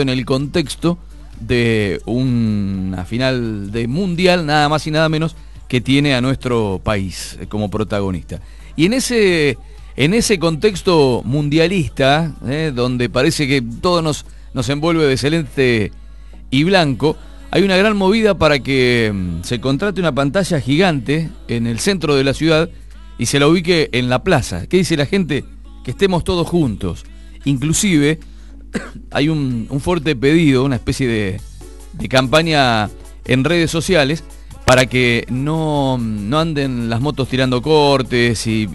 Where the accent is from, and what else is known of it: Argentina